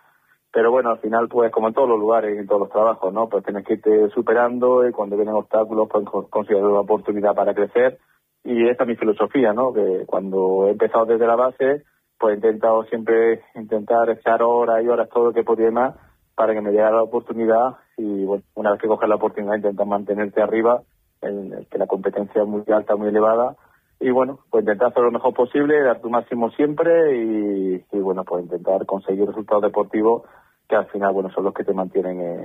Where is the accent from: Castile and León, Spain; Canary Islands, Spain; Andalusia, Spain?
Andalusia, Spain; Linares; moved away; para mi tierra. Para mi ciudad, la que represento allá donde voy, mi Linares